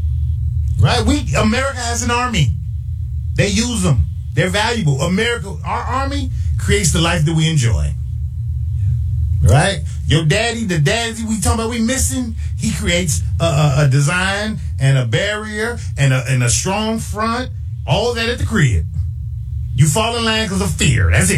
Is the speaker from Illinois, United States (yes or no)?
yes; Chicago, Illinois, United States; I'm from Burnside. I grew up in that area. Well, I'm from the other side of King.